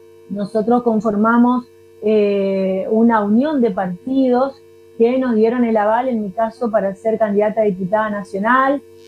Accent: Argentina; como ciudadana, como argentina

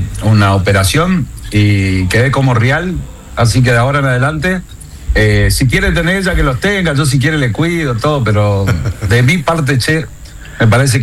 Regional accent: Puerto Vilelas, Chaco, Argentina; Puerto Vilelas, yo soy de Puerto Vilelas.

